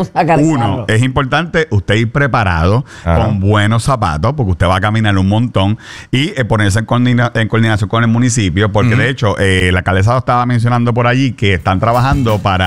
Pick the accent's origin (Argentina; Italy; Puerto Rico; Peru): Puerto Rico; Carolina; yo soy de Carolina, pero hago muchas cosas en Canóvana.